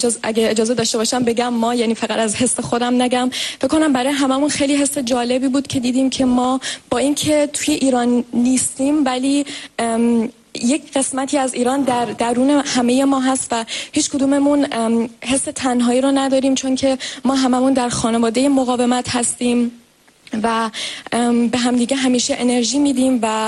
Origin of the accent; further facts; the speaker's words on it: Germany; also born or lived in Iran; توی ایران به دنیا آمدم ولی از کشور آلمان هستم، 23 سالمه